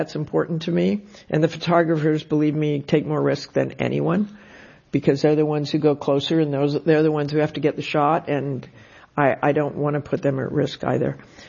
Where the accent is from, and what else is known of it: Salt Lake City, Utah, United States; born or raised there; moved away as an adult; also born or lived in Boston